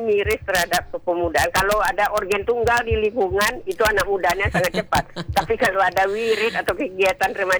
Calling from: Pekanbaru, Riau, Indonesia; Tangerang Utara, Pekanbaru.

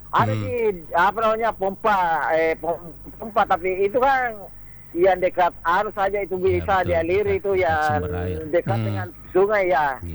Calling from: West Sulawesi, Indonesia; Yang pasti dan di Desa Boto, Kecamatan Kabupaten Poli Mandar.

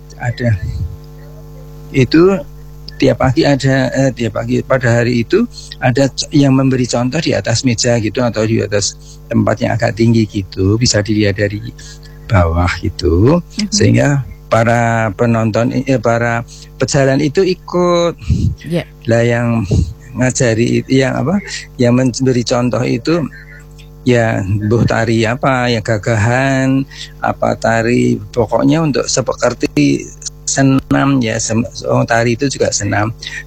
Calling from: Sleman, Special Region of Yogyakarta, Indonesia; di Sleman.

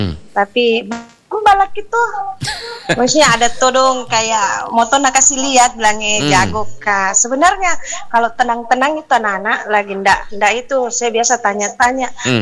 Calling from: South Sulawesi, Indonesia; di sini di daerahku alhamdulillah ada poskonya buat tiap malam. Nah, jadi ada di situ di depan itu situ posko untuk warga RW 5 Balaparang.

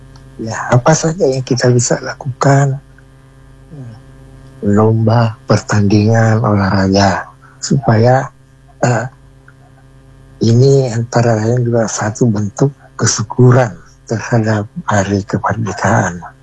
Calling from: Makassar, South Sulawesi, Indonesia; Kelurahan Barombong ini

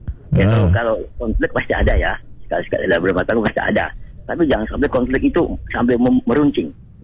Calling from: Makassar, South Sulawesi, Indonesia; Saya sampaikan di Makassar hujan deras dari tadi sore.

